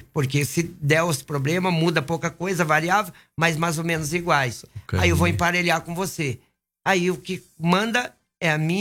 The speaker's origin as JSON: {"language": "Portuguese", "country": "Brazil", "tie": "born or raised there", "said": "eu sou natural de Sapema."}